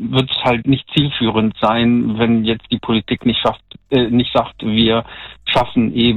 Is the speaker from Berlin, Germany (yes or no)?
no; Siegburg, North Rhine-Westphalia, Germany; Also ich komme hier aus dem Siegburger Kölner Bereich, Bonn quasi